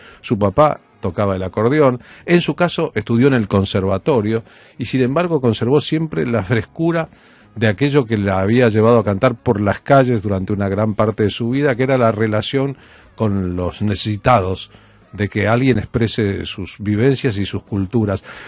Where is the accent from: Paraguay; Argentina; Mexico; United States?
Argentina; soy argentino, somos argentinos